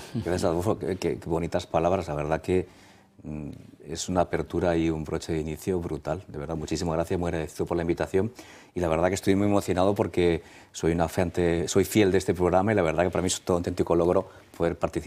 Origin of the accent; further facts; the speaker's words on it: Madrid, Community of Madrid, Spain; born there; also born or lived in Puertollano / Gijón; mis padres decidieron salir y fuimos a Asturias, a Gijón. Y después de un año en Gijón ya volvimos para estar en Madrid.